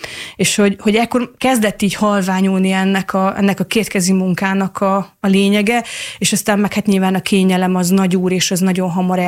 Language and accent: Hungarian; Great Hungarian Plain, Hungary; én Tanyán nőttem föl. Tehát én alföldi gyökerekkel rendelkezem, én ott gyerekeskedtem, én 24-25 éves koromig én ott is éltem